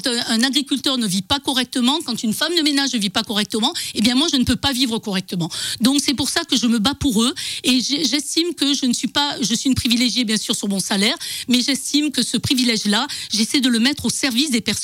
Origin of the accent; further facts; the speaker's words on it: Marseille, Provence-Alpes-Côte d'Azur, France; moved away; je suis une fille d'immigrés italiens qui sont passés par la Tunisie d'abord, mes parents, un milieu pauvre, hein, je tiens à le dire. Ils sont arrivés à Marseille, ma maman était femme de ménage et mon papa était ouvrier dans une usine de métallurgie.